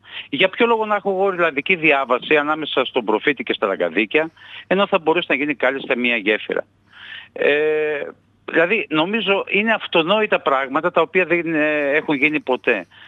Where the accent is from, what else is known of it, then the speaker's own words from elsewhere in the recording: Profitis, Central Macedonia, Greece; θα μιλήσω εγώ για το χωριό μου, για το δίκο μου.